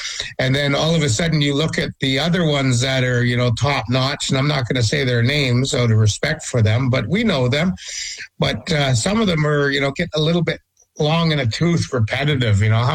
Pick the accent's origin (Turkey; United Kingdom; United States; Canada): Canada; Vancouver Island, British Columbia; Vancouver Island, my hometown, British Columbia, Vancouver Island